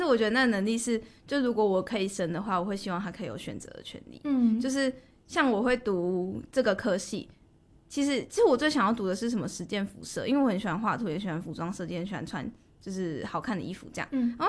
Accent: Taichung, Taiwan; now in Taipei, Taiwan; 我是台中人

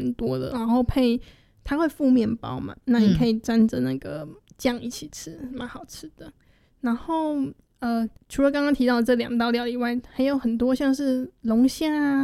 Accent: Taiwan; 因为我们台湾人会腌嘛

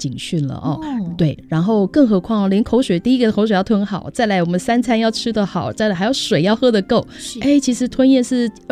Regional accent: Taiwan; 我们台湾人很多老人家喜爱吃空麻好了、

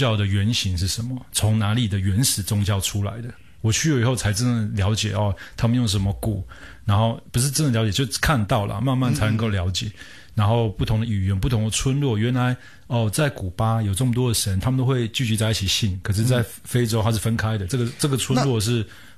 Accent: Taiwan; born there; 因为我们生在台湾的环境，

